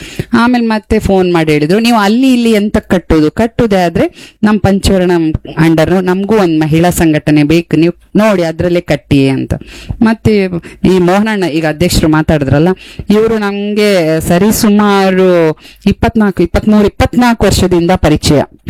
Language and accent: Kannada; Raichur, Karnataka, India; also born or lived in Byndoor; now in Kota, India; ನಾವು ಮೂಲತಃ ಬೈಂದೂರವರು. ಹಾ, ನಾವು ಹುಟ್ಟಿ ಬೆಳೆದಿದ್ದೆಲ್ಲ ರಾಯಚೂರು, ಮದುವೆ ಆಗಿ ಬಂದಿದ್ ವಾಪಸ್ ಬೈಂದೂರ್ಗೆ